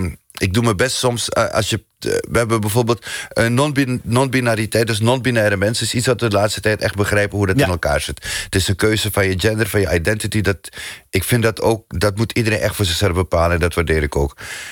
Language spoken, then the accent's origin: Dutch; Netherlands